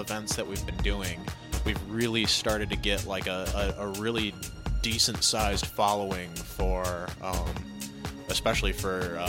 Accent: Pontiac, Michigan, United States; I'm a DJ from Pontiac.

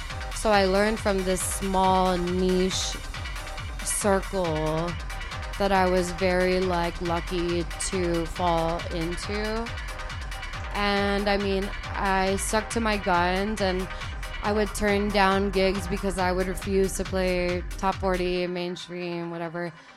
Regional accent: Guam; Yeah, I'm from Guam. Okay. Like, born and raised.

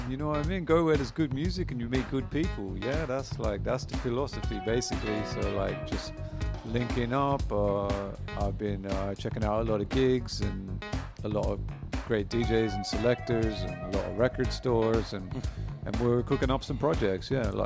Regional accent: Melbourne, Victoria, Australia; moved away as an adult; now in Berlin, Germany; So me and my partner Lewis on the label, we're both from Melbourne, Australia.

